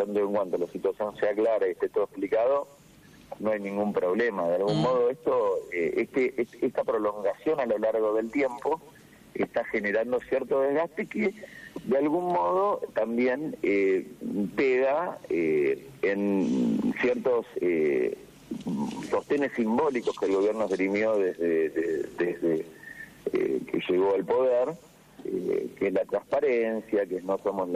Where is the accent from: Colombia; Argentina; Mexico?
Argentina